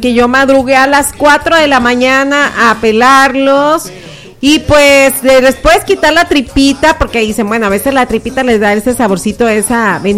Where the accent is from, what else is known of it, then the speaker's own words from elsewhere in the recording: Tecuala, Nayarit, Mexico; Yo vengo de allá de Tecuala, Nayarit, así no lo comemos nosotros, no le ponemos peros.